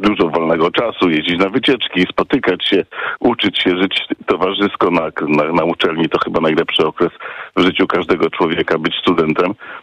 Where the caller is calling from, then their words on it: Lubusz Voivodeship, Poland; jako ambasador Ziemi Lubuskiej